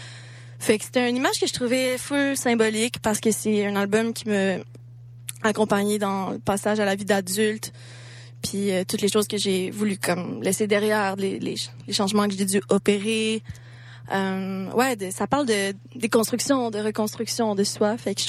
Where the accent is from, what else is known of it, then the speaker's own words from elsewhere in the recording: Granby, Quebec, Canada; Moi, je viens de Granby, comme... J'ai étudié à Granby, ben je viens de Granby aussi.